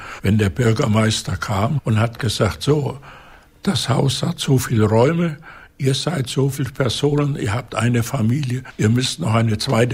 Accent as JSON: {"language": "German", "country": "Czechia", "tie": "born or raised there", "lives_now": "Germany", "said": "Das ist schon noch mein Heimatort, aber mittlerweile bin ich 80 Jahre Hesse."}